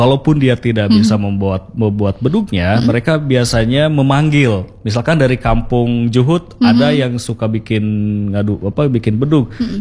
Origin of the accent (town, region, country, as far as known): Pandeglang, Banten, Indonesia